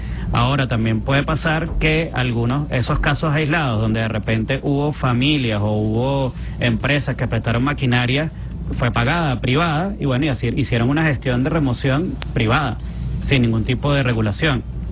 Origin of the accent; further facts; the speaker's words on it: Venezuela; yo tengo que usar la lógica como venezolana